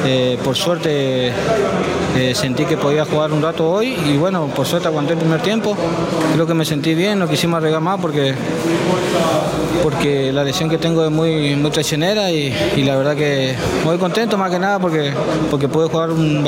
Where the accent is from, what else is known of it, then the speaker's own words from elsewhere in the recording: Chaco, Argentina; La verdad que yo soy del Chaco